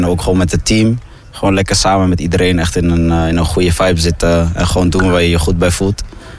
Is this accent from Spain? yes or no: no; Groningen, Netherlands; moved away; 26 jaar oud. Ik kom uit Korreweg. Geboren in Groningen ook. Ik ben gewoon een echte Groninger, dus... Echt stadsjongen.